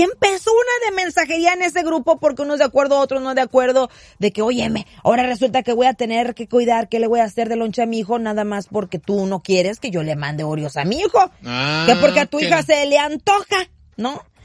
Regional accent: Mexico; now in United States; tú y yo somos mexicanos

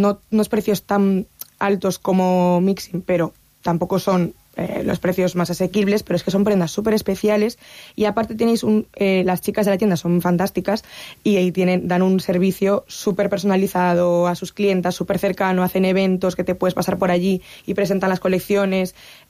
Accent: Oleiros, Galicia, Spain; yo soy de Oleiros, por las playas de Oleiros.

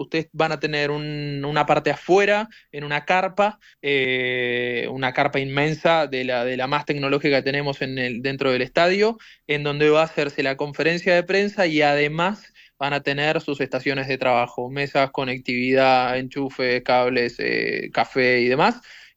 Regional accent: Argentina; now in Kansas, United States; El debut de Argentina, selección campeona del mundo, mi país

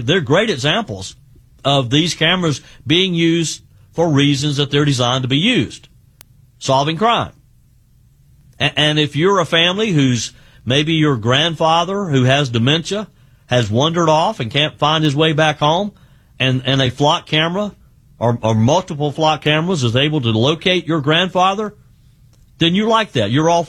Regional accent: South Carolina, United States

